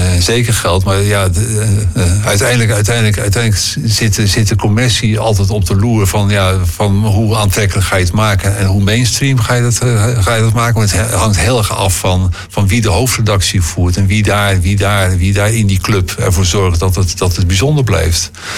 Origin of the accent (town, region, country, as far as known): Rotterdam, South Holland, Netherlands